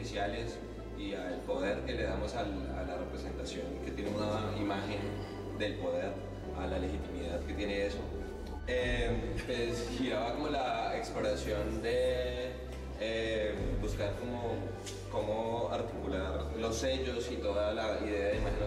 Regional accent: Colombia; moved away; soy colombiano y estoy aquí hace unos 4 años, este año.

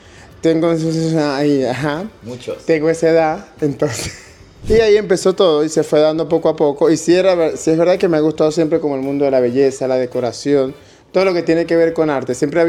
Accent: Venezuela; now in Spain; Siempre, hasta el día que muera. De hecho, si ves, tengo 11 años en España y no he perdido mi forma de hablar, ni quiero perderla.

